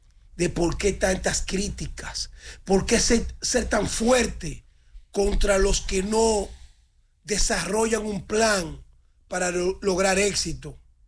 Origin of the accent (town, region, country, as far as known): Dominican Republic